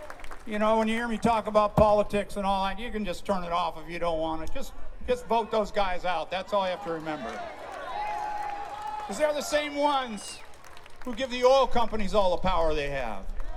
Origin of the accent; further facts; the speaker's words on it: Canada; Of course, I'm a Canadian, so I don't even have a vote.